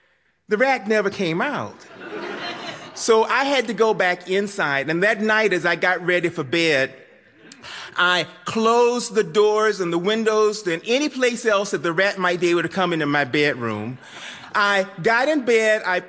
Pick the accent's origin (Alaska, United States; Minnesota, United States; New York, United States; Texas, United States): Texas, United States; now in Boston, United States; I'm originally from Texas. I've been in Boston for a long time.